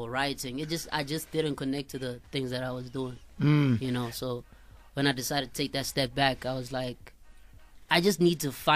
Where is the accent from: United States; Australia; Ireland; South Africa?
South Africa; Tembisa, Gauteng; I was raised in Tembisa.